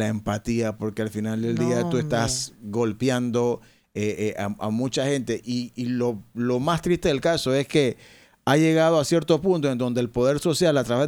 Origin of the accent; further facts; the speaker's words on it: Panama; somos todos los panameños